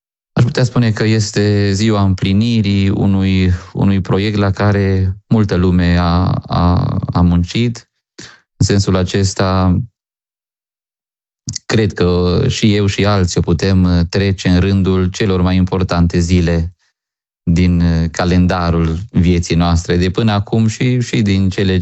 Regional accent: Țopa, Mureș County, Romania; born there; now in Cluj-Napoca, Romania; și din satul meu natal, din Țopa și din Boiu

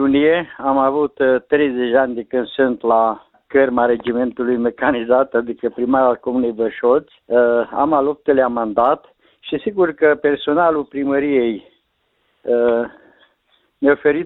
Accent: Romania; e satul meu natal, am intrat să candidez și la ora actuală mă aflu tot aici la sediul primăriei.

